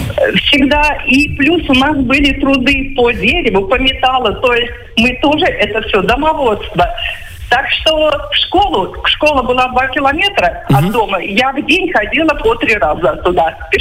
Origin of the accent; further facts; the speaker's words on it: Novosibirsk Oblast, Russia; born there; now in Sevastopol; Представьте, я училась в село Новомихайловска Новосибирской области.